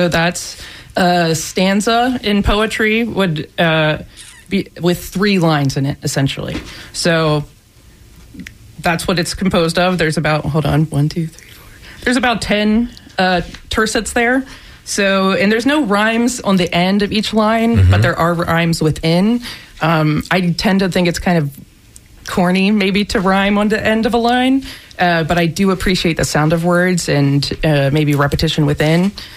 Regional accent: Maryland, United States; moved away as an adult; now in Tampa, United States; I'm not from Florida, but I'm from Maryland

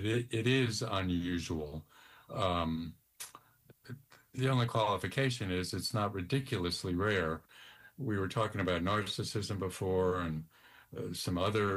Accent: United States; I grew up in Washington.

